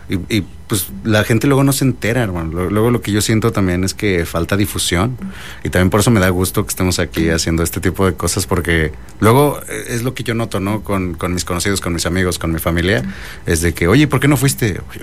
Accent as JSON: {"language": "Spanish", "region": "Mexico City", "country": "Mexico", "moved": "yes", "said": "Yo soy chilango"}